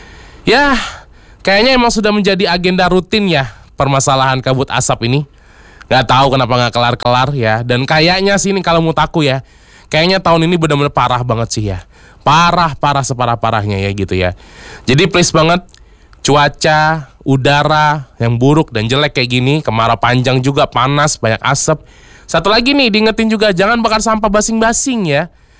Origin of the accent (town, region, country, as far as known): Palembang, South Sumatra, Indonesia